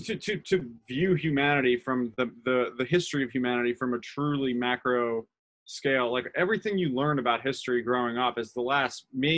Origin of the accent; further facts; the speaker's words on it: New York, United States; moved away; I grew up in New York, suburbs of New York, and like pretty affluent area.